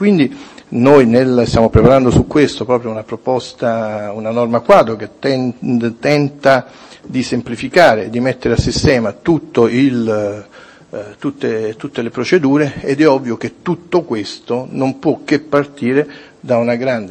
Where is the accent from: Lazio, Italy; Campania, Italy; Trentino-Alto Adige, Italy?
Campania, Italy; Salerno; io sono salernitano, noi a Salerno abbiamo un festival del cinema che è antichissimo